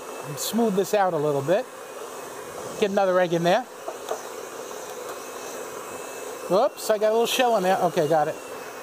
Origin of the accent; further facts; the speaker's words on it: West Babylon, New York, United States; the community where I grew up in West Babylon was really a very Catholic community